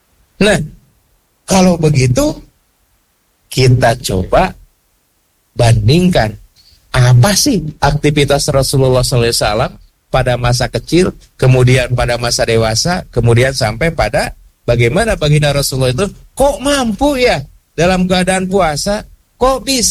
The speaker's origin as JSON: {"language": "Indonesian", "town": "Garut", "region": "West Java", "country": "Indonesia", "tie": "born there", "said": "Toh kambing teh dengan Garut kelahirannya bareng sama saya toh. Ya saya lahir di Garutnya"}